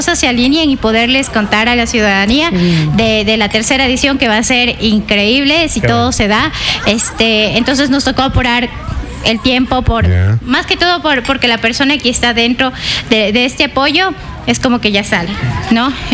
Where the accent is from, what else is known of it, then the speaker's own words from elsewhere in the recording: Ecuador; nosotros como latinos, como ecuatorianos